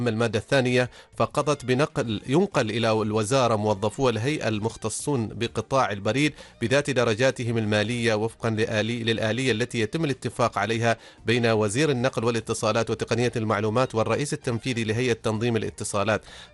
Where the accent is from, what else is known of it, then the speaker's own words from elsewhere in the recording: Oman; طبعا معروفة الهبطات عندنا في سلطنة عمان